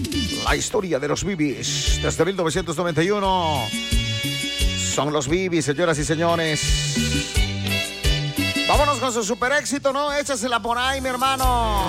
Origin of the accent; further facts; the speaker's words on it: Mexico; soy mexicano igual que ellos.